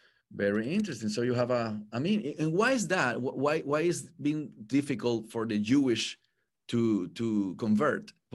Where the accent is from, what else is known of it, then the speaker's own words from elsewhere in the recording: Venezuela; Yo soy de Venezuela.